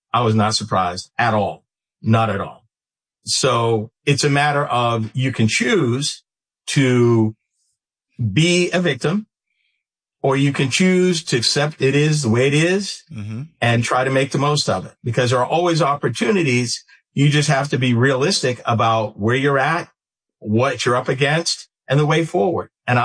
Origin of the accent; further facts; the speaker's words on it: New England, United States; I grew up in New England.